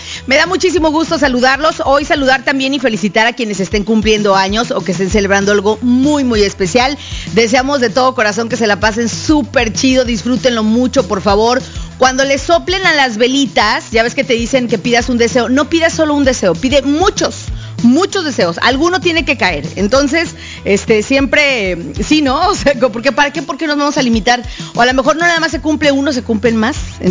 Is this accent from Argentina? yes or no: no; Mexico